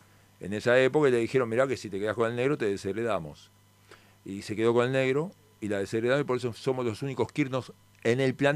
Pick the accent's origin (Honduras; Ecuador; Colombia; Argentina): Argentina; Buenos Aires; born there; En Villa del Parque, en Capital.